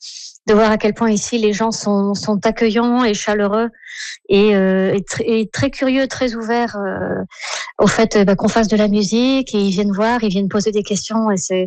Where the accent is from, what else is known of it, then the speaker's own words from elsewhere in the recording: Provence-Alpes-Côte d'Azur, France; now in Düsseldorf, Germany; moi, je suis française de la Côte d'Azur, mais j'habite à Düsseldorf. Donc je venais d'Allemagne.